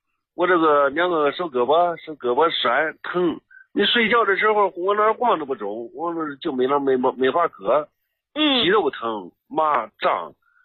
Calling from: Fuyang, Anhui, China; 我是安徽的，安徽阜阳了

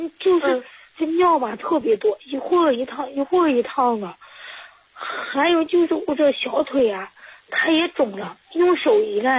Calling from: Henan, China; 我是河南的。

